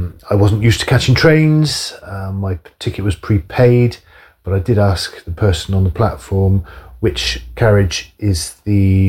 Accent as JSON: {"language": "English", "town": "Bristol", "region": "South West England", "country": "United Kingdom", "tie": "born or raised there", "said": "But growing up in Bristol, we didn't have a metro or an underground. And the two major train stations in Bristol just, to me, have always seemed like somewhere where business people go to London and come back late on the evening."}